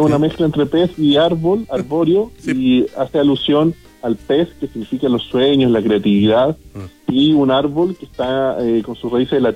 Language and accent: Spanish; Los Andes, Valparaíso, Chile; Sí, soy de los Andes, sí, justamente.